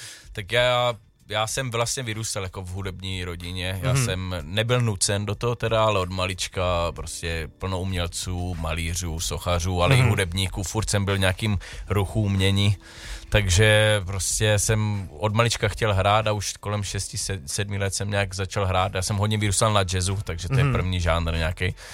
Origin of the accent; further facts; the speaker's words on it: Canada; also born or lived in Slovakia; Já jsem původem z Kanady, já jsem se narodil v Kanadě. Aha. Takže Kanaďan, takový mix Česko-Kanaďan, žijící nějakou dobu na Slovensku